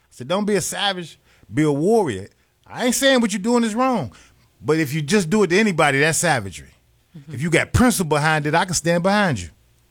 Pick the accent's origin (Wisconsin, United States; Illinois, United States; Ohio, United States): Illinois, United States; Chicago; I'm from Burnside. I grew up in that area.